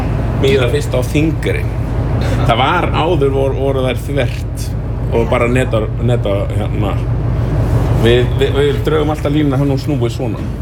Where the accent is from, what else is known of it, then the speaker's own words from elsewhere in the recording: Tálknafjörður, Westfjords, Iceland; Nei, sko, við erum þrír Tálknafirðingar hérna.